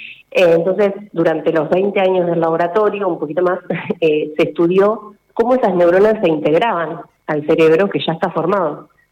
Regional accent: Salto Grande, Argentina; now in Buenos Aires, Argentina; estoy realizando mi doctorado en el Instituto Leloir, acá en Buenos Aires. Soy de Salto Grande, pero bueno, estoy acá entonces haciendo el doctorado.

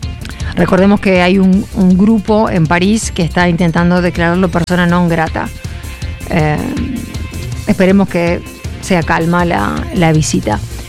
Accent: Argentina

